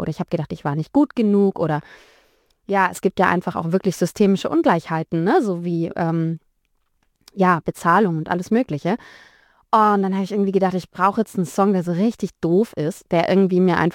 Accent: Heilbronn, Baden-Württemberg, Germany; born there; moved away as an adult; also born or lived in Thuringia / Tübingen; Also ich bin geboren in Thüringen, bin dann so kurz nach der Wende mit meinen Großeltern und meiner Mama ins Schwabenland gezogen, nach Heilbronn. Und bin dann mit Anfang 20, da hatte ich dann selbst schon ein kleines Kind, also ich bin super jung Mama geworden und bin dann nach Tübingen gekommen.

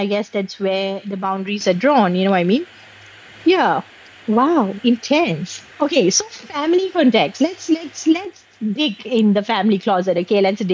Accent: Singapore; born or raised there

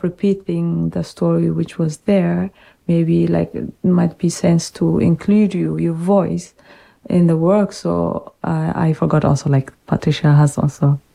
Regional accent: Ethiopia; moved away; I come from Ethiopia.

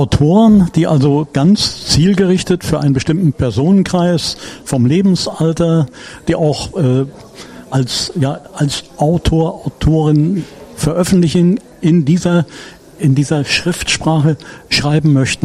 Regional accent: Mecklenburg-Vorpommern, Germany; ich bin ja in Mecklenburg groß geworden

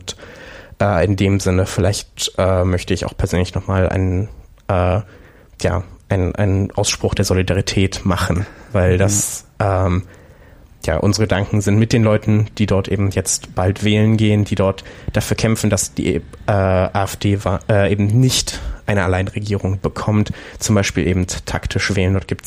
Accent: Saxony-Anhalt, Germany; moved away; ich komme aus Sachsen-Anhalt. Meine zumindest halbe Familie, also sowohl meine Eltern als auch die Hälfte meiner Großeltern leben noch dort.

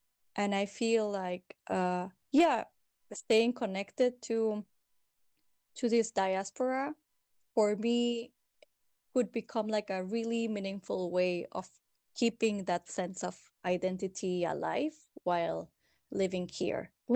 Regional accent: Mexico; I'm from Mexico. I'm 39 years old.

